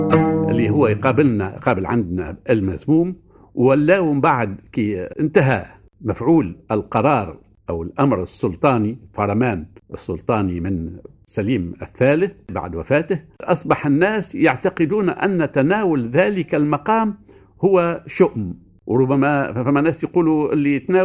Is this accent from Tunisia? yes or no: yes; Tunisia; عندنا في تونس